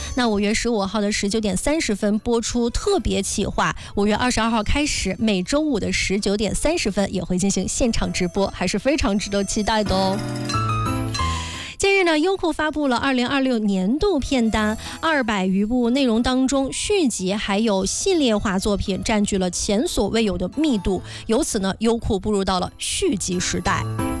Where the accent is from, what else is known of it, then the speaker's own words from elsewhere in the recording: Hebei, China; 咱作为河北人啊